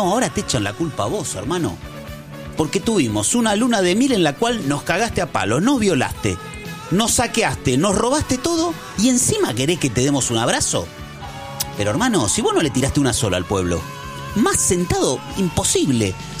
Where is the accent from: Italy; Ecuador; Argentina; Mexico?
Argentina; Si nosotros los argentinos